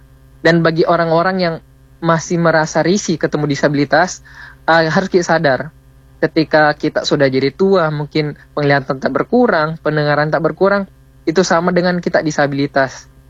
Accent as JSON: {"language": "Indonesian", "town": "Makassar", "region": "South Sulawesi", "country": "Indonesia", "said": "kita ini orang Makassar"}